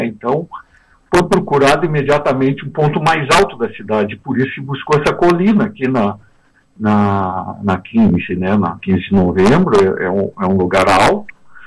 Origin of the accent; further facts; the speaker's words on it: Porto Alegre, Rio Grande do Sul, Brazil; moved away; Eu venho de Porto Alegre